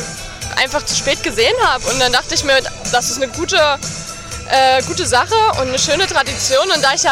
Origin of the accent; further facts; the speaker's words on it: Reutzdorf, Germany; So, und meine Heimat, meine Familie, meine Freunde, alles eigentlich. Ich bin da aufgewachsen, also eigentlich in Reutzdorf bin ich aufgewachsen. Ich wohne dort